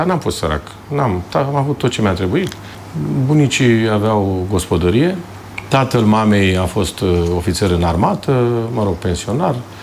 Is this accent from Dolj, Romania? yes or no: no; Valea Mare, Argeș, Romania; also born or lived in Pitești; nu m-am născut la țară, chiar la țară, dar am crescut acolo, nu știu, mult. Mare parte din personalitatea mea de acolo provine.